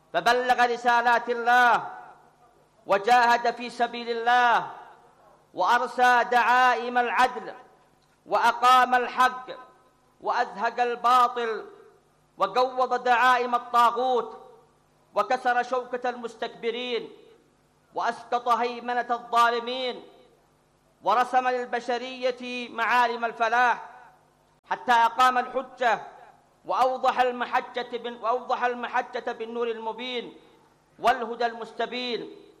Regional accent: Yemen; ولكل أبناء شعبنا اليمني العظيم شعب الإيمان والحكمة

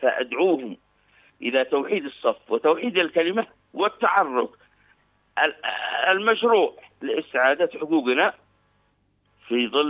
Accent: Yemen; ونحن كيمنيين متساوون على أرض اليمن

